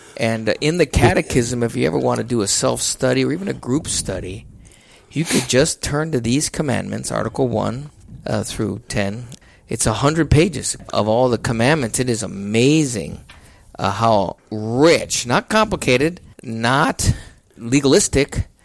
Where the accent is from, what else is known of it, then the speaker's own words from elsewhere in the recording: San Marcos, Texas, United States; moved away; So I will be closer to where I grew up in San Marcos. My parents lived down there.